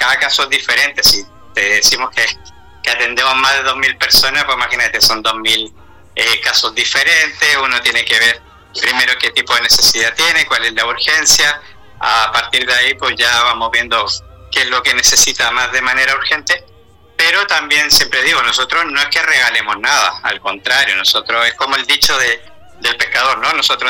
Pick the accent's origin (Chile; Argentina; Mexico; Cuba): Chile; moved away as an adult; now in Catalonia, Spain; Uno como chileno acá, que ha vivido estas situaciones